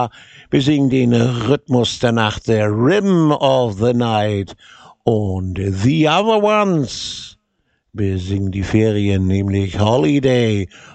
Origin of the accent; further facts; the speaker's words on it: Northern Germany, Germany; ich bin ja aus dem Norden.